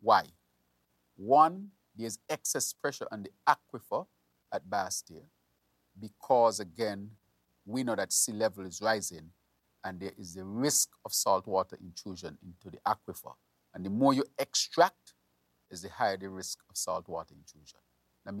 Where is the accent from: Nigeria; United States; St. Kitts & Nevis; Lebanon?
St. Kitts & Nevis; Saint Kitts; I'm from St. Peter's